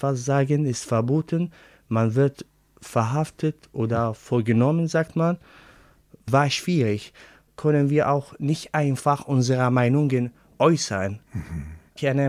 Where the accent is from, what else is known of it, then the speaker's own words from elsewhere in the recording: Damascus, Damascus Governorate, Syria; first language Arabic; German is a second language; moved away as an adult; now in Hochting, Germany; Ich komme aus Syrien, Damaskus, wo ich geboren bin. Ich bin 29 Jahre alt